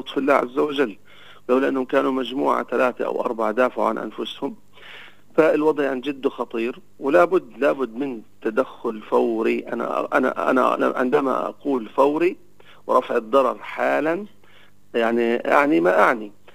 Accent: Nablus, West Bank, Palestine; حصل عندنا في نابلس

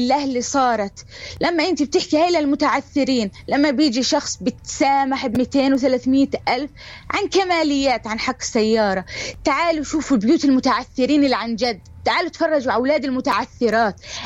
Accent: Hebron, West Bank, Palestine; وأنا اليوم بنت الخليل وبناشد كل إنسان حر يوقف معاي ويشوف ملفي ويحاول يساعدني بقدر المستطاع

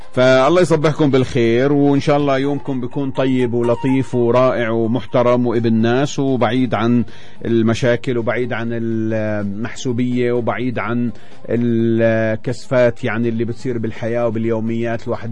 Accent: Palestine; وعندنا في فلسطين

